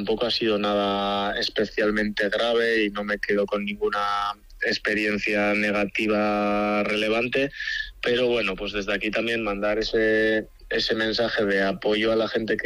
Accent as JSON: {"language": "Spanish", "region": "Basque Country", "country": "Spain", "tie": "born or raised there", "said": "yo en ese momento jugaba en un club de barrio de mi pueblo y bueno, pues tenía tiempo los fines de semana, de estudios iba bien, lo sacaba sin problemas y era como, joder, pues tengo tiempo el finde y vi una noticia en la web de la Federación Guipuzcoana"}